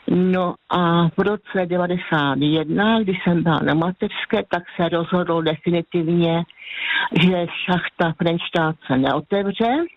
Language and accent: Czech; Váh valley, Slovakia; Czech is a second language; now in Czech Republic; No, protože prostě já jsem z Vážska, tam je zase jiná řeči